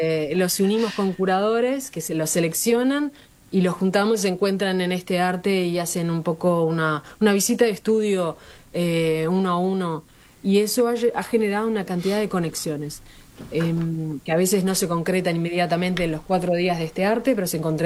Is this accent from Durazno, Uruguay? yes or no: no; Montevideo, Uruguay; moved away; also born or lived in Punta del Este / La Paloma; yo hace muchos años que vivo en el exterior, soy uruguaya, crecí entre Montevideo, Punta del Este y La Paloma